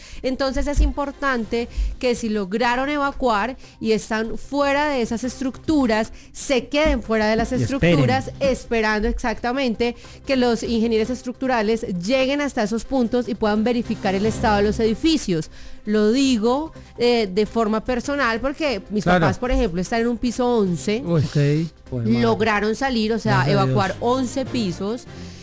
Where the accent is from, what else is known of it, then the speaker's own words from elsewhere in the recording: Manizales, Caldas, Colombia; now in Bogotá, Colombia; yo soy de Manizales, sí. Precisamente mis papás están allá en la capital caldense